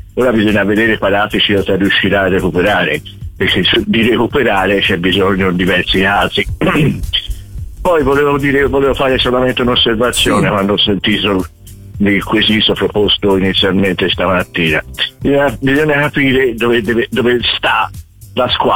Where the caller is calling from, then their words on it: Florence, Tuscany, Italy; noi purtroppo siamo fiorentini